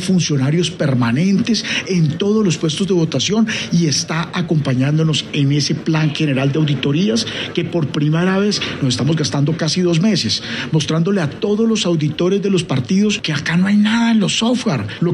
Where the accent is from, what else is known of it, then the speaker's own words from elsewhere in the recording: Colombia; sino como colombiano.